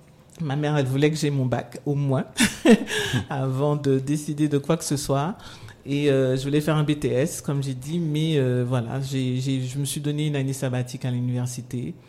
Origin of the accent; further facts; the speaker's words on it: Guadeloupe, France; moved away; Alors, comme je dis, j'ai quitté la Guadeloupe en étant dans une chorale.